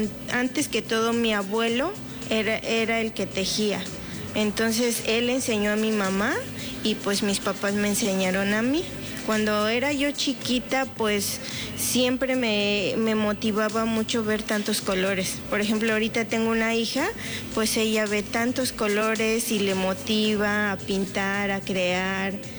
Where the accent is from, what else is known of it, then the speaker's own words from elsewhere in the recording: Teotitlán del Valle, Oaxaca, Mexico; first language Zapotec; Spanish is a second language; soy artesana textil de Teotitlán del Valle. Orgullosamente hablo de mi pueblo y hablamos una lengua materna que es el zapoteco.